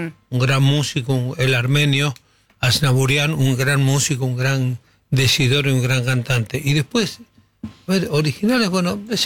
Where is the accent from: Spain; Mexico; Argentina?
Argentina; Patagonia; moved away; hay una ola muy, muy, pero muy fría en la Patagonia, si me circunscribo mi provincia natal